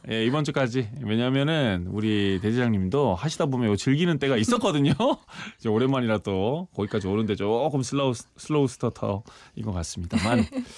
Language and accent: Korean; Ulsan, South Korea; 저 울산 출신이에요.